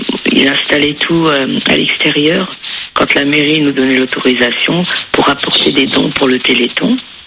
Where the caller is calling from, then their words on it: Strasbourg, Grand Est, France; parce que moi je suis de Strasbourg.